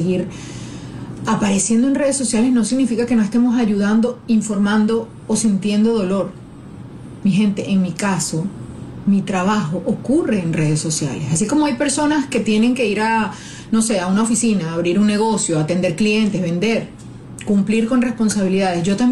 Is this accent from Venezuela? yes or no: yes; Venezuela; Miren, como venezolana, lo que está pasando en mi país a mí me duele profundamente.